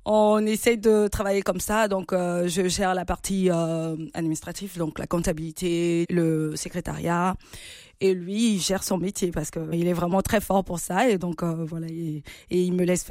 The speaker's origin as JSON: {"language": "French", "country": "Gabon", "moved": "as an adult", "lives_now": "France", "said": "Moi, je viens du Gabon"}